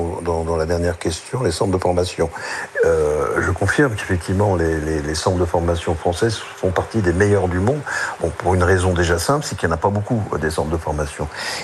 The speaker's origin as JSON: {"language": "French", "region": "Île-de-France", "country": "France", "said": "Chaque week-end, chez nous, en Île-de-France, ressemble à des championnats de France de jeunes."}